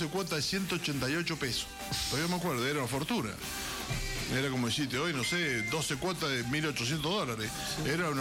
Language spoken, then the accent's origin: Spanish; Mendoza, Argentina; soy periodista de Mendoza, acá tengo los vuelos, tengo los pasajes, yo no sabía que el pasaporte demoraba tanto, vengo de Mendoza, sí.